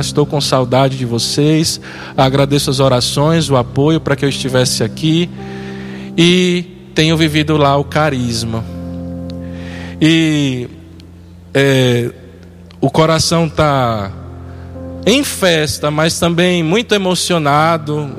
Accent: Aracaju, Sergipe, Brazil; now in Guarapuava, Brazil; Eu tenho 40 anos. Sou natural de Aracaju, Sergipe.

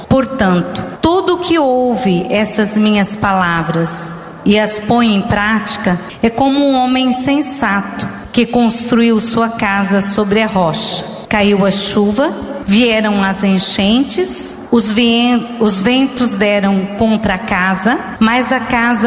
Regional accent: Rio Grande do Sul, Brazil; moved away; eu sou gaúcha

